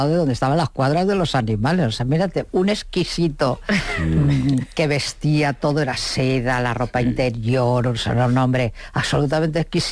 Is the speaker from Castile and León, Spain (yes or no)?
yes; Navalsauz, Castile and León, Spain; este pueblecito que yo te digo, de Navalsau, de Ávila. Y él se fue hasta Ávila en tren, y de Ávila, mi pueblo, en burro.